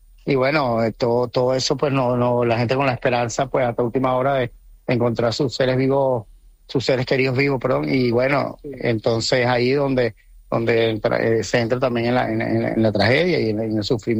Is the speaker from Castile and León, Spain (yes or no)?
no; Canary Islands, Spain; now in Venezuela; Bueno, nosotros, pues como entidad canaria en Venezuela, pues hemos intentado pues ayudar, igual en conjunto con el gobierno de Canarias